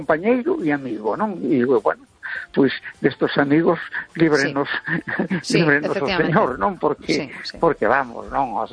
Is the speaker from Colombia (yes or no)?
no; A Coruña, Galicia, Spain